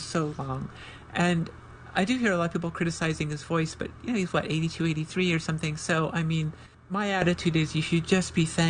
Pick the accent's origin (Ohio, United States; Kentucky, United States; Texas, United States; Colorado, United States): Ohio, United States; Akron; Yeah, they're all from my hometown of Akron, and I knew them back when they were an earlier band called